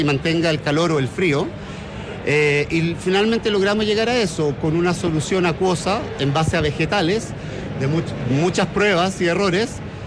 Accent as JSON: {"language": "Spanish", "country": "Chile", "said": "yo como chileno hace mucho tiempo que quise traer el producto acá."}